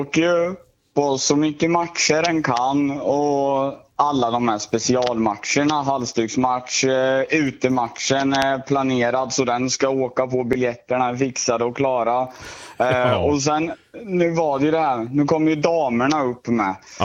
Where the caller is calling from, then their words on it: Östergötland, Sweden; Nej, jag är östgöte.